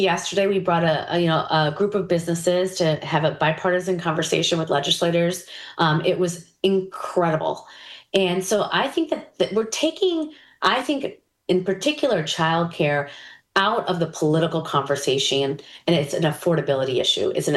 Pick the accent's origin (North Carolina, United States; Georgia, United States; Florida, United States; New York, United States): New York, United States; I'm a New Yorker.